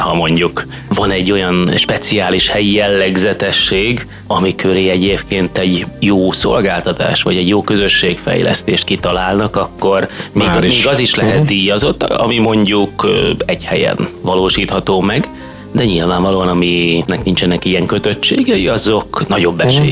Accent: Cegléd, Pest, Hungary; Cegléden kívül, ami szülővárosom, és itt lakom

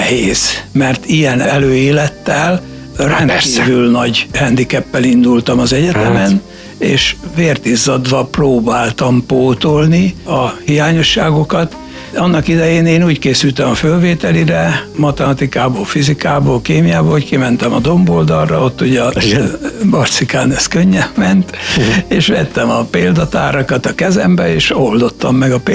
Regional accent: Pest, Hungary; Törteli szomszéd település.

